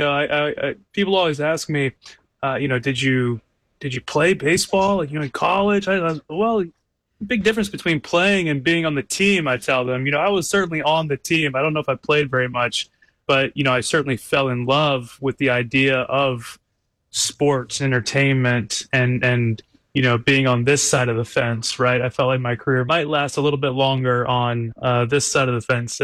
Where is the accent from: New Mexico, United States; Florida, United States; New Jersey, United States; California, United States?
Florida, United States; also born or lived in North Carolina; I grew up in Florida and then North Carolina